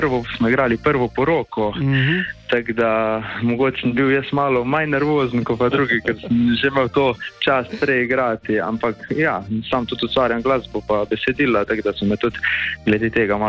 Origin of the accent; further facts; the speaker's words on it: Slovenj Gradec, Carinthia, Slovenia; sam prihajam iz Slovengradca, da še tudi moj kraj malo promoviram, tako da lahko rečemo, da smo 100% Korošci.